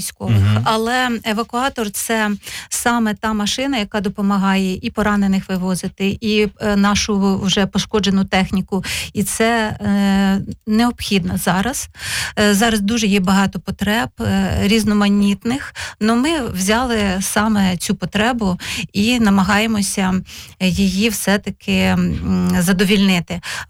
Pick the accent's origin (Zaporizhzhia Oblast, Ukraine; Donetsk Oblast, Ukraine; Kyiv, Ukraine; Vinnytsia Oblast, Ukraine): Vinnytsia Oblast, Ukraine; Vinnytsia; в нашому рідному місті Вінниці